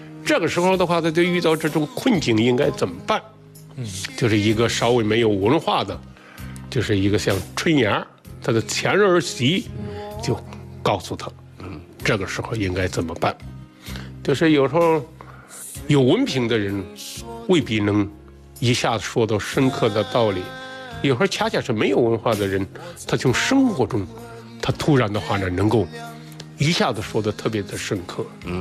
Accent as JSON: {"language": "Chinese", "region": "Henan", "country": "China", "said": "我们河南人还有一个人还是很伟大的"}